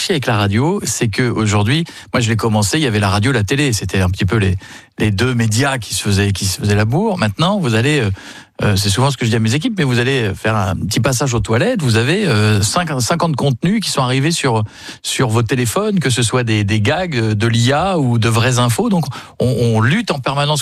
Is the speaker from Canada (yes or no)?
no; Hauts-de-France, France; born there; Je suis né dans l'Aisne. Monsieur, oui, donc mon état civil. Je suis né dans l'Aisne.